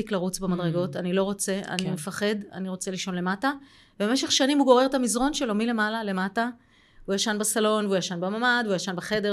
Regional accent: Mefalsim, Southern District, Israel; אני מקיבוץ מפלסים. נראה לי שאין מישהו היום במדינה שלא יודע איפה זה קיבוץ מפלסים.

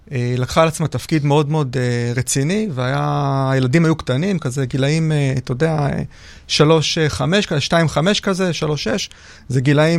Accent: Jerusalem, Jerusalem District, Israel; born there; moved away; also born or lived in Petah Tikva; ילד ירושלמי, כן. אז התחלתי מפתח תקווה, אז כן. אבל נולדתי בירושלים

